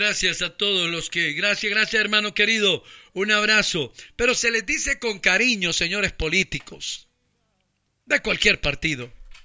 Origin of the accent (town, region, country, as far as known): Honduras